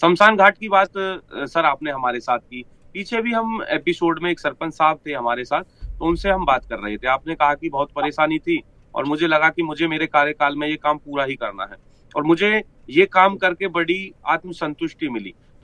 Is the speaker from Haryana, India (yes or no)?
yes; Yamunanagar district, Haryana, India; मैं बिलासपुर साइड और अपने जिला यमुनानगर